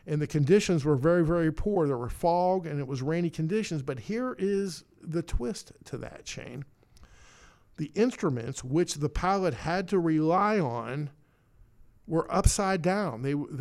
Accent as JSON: {"language": "English", "town": "Wheeling", "region": "West Virginia", "country": "United States", "said": "every single time that I would tell the folks that I was from Wheeling, West Virginia, they all said the same, the Jamboree."}